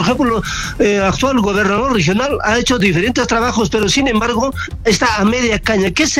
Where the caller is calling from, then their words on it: Juliaca, Puno, Peru; Me llamo de Puno, Juliaca.